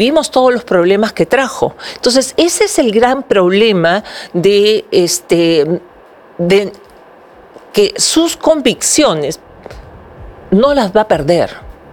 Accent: Peru; así somos los peruanos. Los peruanos somos chamberos, recurseros, esa es nuestra esencia

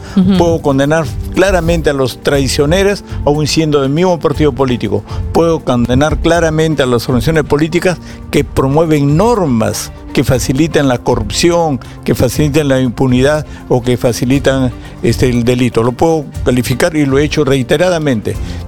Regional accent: Andes, Peru; moved away; Yo he estudiado en un colegio público, he estudiado en la universidad pública. Vengo del Ande

